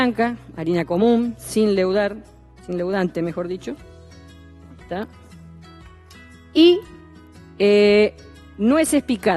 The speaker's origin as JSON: {"language": "Spanish", "country": "Argentina", "moved": "yes", "said": "yo que soy de Argentina, lo conozco de allí"}